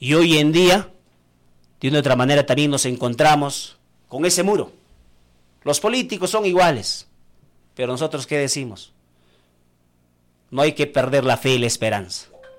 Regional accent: Ayacucho, Peru; tenía esa firmeza de servir a mi pueblo de Parinacochas.

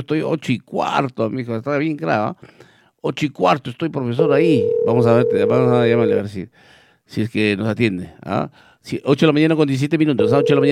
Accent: Peru; Yo soy peruano, pues.

